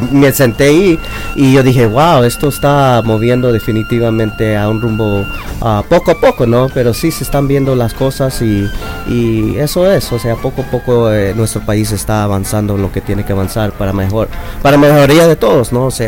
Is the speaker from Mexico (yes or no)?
no; Eastern El Salvador, El Salvador; now in New York, United States; como yo soy de Oriente